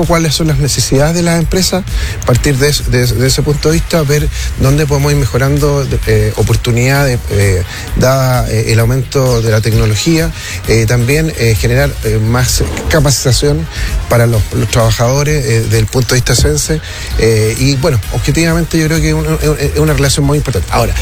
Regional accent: Romeral, Maule, Chile; nosotros como chilenos y particularmente como romeralinos tenemos que estar a altura

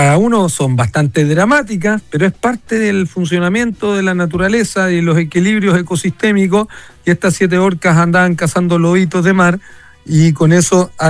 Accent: Valparaíso, Chile; quienes somos de Valparaíso y nos atendemos en la salud pública. Porque yo también me atiendo en mi CESFAM acá en el Cerro.

